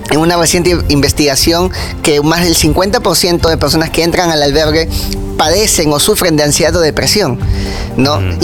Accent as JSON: {"language": "Spanish", "country": "Peru"}